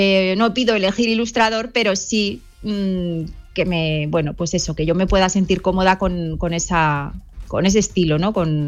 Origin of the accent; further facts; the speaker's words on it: Pyrenees, Spain; Yo soy del Pirineo y el bosque me acompaña en muchísimos libros como En tren de invierno.